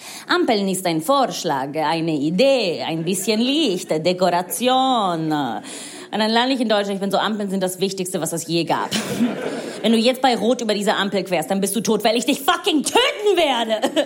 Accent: Rome, Lazio, Italy; German is a second language; now in Germany; Cool, ja, Finn hat's gesagt, ich bin in Rom aufgewachsen, ich bin Italienerin und ich weiß, ihr seid gerade alle unfassbar stolz auf mein Deutsch.

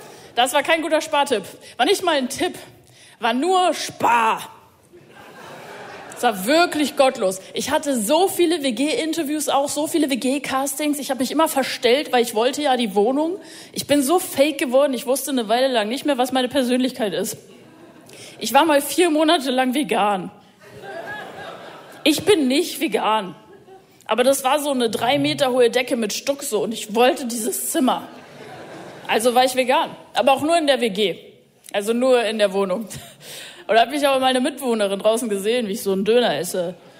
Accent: Munich, Bavaria, Germany; Ich habe ja schon erwähnt, ich komme aus München und ich mag die Stadt. Ich liebe die wirklich, bin da geboren, aufgewachsen.

